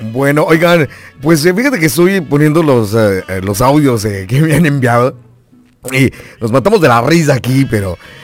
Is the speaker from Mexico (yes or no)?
yes; Mexico; nosotros como mexicanos tenemos, ya sabes, ¿no?, la algarabía, nuestra forma muy peculiar de hablar